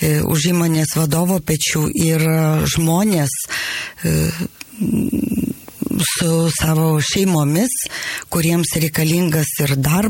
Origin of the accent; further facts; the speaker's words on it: Utena, Utena County, Lithuania; Aš pati esu gimusi ir užaugusi Utenoje. Utenoje kūriau savo kelią